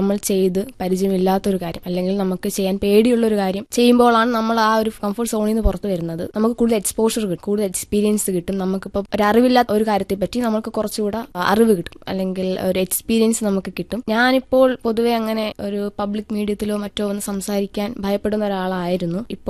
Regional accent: Attingal, Kerala, India; കോരാണി ആറ്റിങ്ങൽ ഭാഗത്തു നിന്നാണ് വരുന്നത്.

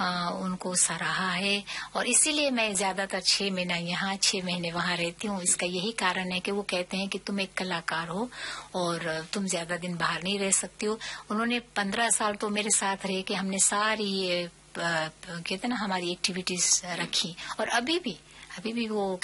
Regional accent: Dar es Salaam, Tanzania; moved away; جی میں دار اسلام کی رہنے والی ہوں, اور آپ کو بتاؤں کہ دار اسلام اتنی خوبصورت جگہ ہے

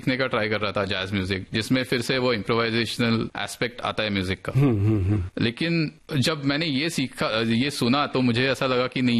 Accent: Mumbai, Maharashtra, India; तो एक्चुअली हुआ ऐसे कि बचपन में तो मैं मुंबई में ही था, मेरे पापा हिंदुस्तान पेट्रोलियम में इंजीनियर थे

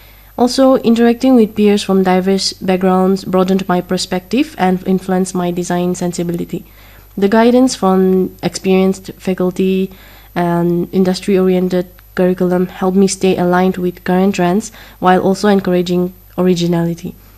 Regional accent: Nagaland, India; born or raised there

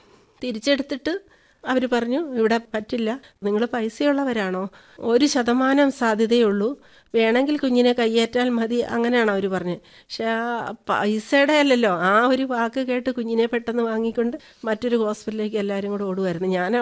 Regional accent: Rajakkad, Kerala, India; ഇടുക്കിയിലാണ്, Idukki Rajakkad.

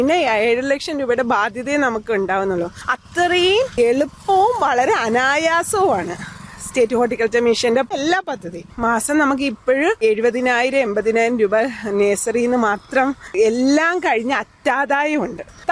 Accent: Kerala, India; born there; ഞാൻ ഓണാട്ടുകാരിയാണ് ജനിച്ചത്. അവ ഒരു കാർഷിക സംസ്കാരമുള്ള നാടാണ്, ജീവിത രീതിയുള്ള നാടാണ്.

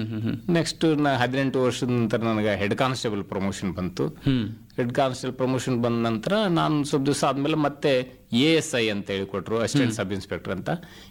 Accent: Jegarkal, Karnataka, India; also born or lived in Shivapura, Vadagera taluk, Yadgir district; ನಾನು 4 ವರ್ಷದವನಿದ್ದಾಗ ತಾಯಿ ತವರ ಮನೆ ಎಣ್ಣಜ್ಜ ತೊಗೊಂಬಂದು ಇಟ್ಕೊಂಡು ನನಗೆ ಇಲ್ಲೇ ಜಿಗರ್ಕಲ್ ಗ್ರಾಮದಲ್ಲೇ ಸ್ಕೂಲ್ಗೆ ಹೆಸರಚ್ಚಿ

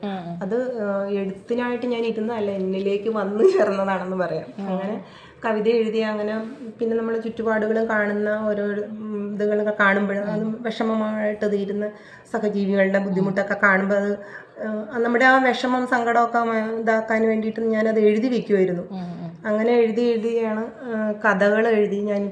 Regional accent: Kanjiramattom, Kerala, India; ഞാൻ ജനിച്ചതും വളർന്നതും എന്നെ കല്യാണം കഴിച്ചിരിക്കുന്നതും കാഞ്ഞിരമറ്റത്ത് തന്നെയാണ്. കാഞ്ഞിരമറ്റത്തിൽ അതിൻ്റെ കോട്ടയം ബോർഡറിലുള്ള അരിയങ്കാവിൽ നിന്നുള്ള സ്ഥലത്താണ് എൻ്റെ വീട്.

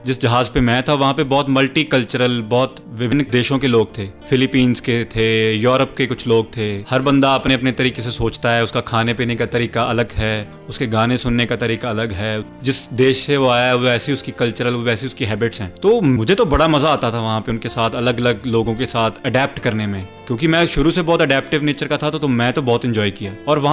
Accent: Hayat Nagar, Punjab, India; also born or lived in Batala; जी, मेरा जन्म बटाला शहर, जो गुरदासपुर के पास में ही है, वहाँ हुआ। और जो मेरा गाँव है वो है हयात नगर, जो की 6 to 7 kilometers दूर है गुरदासपुर सिटी से। मेरा बचपन सारा गुरदासपुर में गाँव में ही बीता

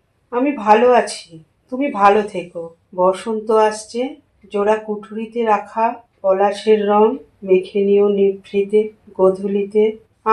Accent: Kolkata, West Bengal, India; আমি উত্তর কলকাতায় শোভাবাজারে বড় হয়েছি, পড়াশোনা বলো যাই সেখানেই হয়েছে, কিন্তু আমার মামার বাড়িটি রানাঘাটে।

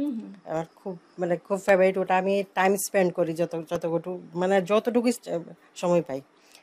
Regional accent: Agartala, Tripura, India; born there; also born or lived in Sonamura; now in Belonia, India; আমি অ্যাকচুয়ালি জন্ম আমার সোনামুড়াতে, কিন্তু পরপর আগরতলাতে শিফট হয়ে যাওয়া হয়েছে।

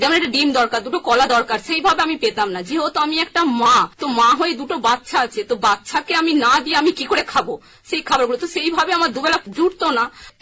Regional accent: Jangipara, West Bengal, India; born there; now in Tarakeswar, India; তারকেশ্বর, হুগলি, আমার জন্ম জাঙ্গিপাড়াতে।

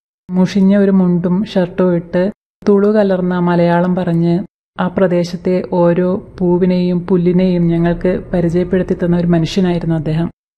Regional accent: Kannur, Kerala, India; ഞാൻ കണ്ണൂർ സ്വദേശിയാണ്.

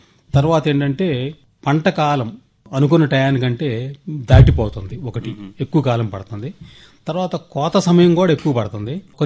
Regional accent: Nutakki, Andhra Pradesh, India; 2001 తిరిగి వచ్చి నా సొంత గ్రామానికి వచ్చి నాకు 12 ఎకరాల వ్యవసాయం ఉంది.

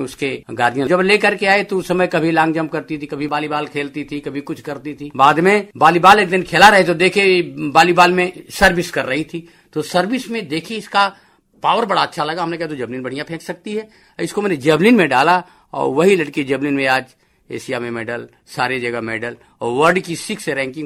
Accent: Chandauli district, Uttar Pradesh, India; जैसे हम लोग गांव के हैं रहने वाले, बेसिकली मैं गांव का निवासी हूँ, चंदौली जिले में धानापुर एक जगह है, धानापुर में गांव है डबरिया, उस गांव का मैं मूल रूप से निवासी हूँ।

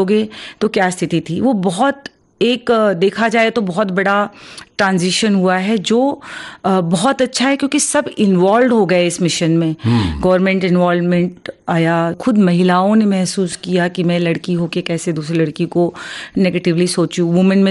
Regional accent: Uttar Pradesh, India; क्योंकि हम उत्तर प्रदेश से हैं

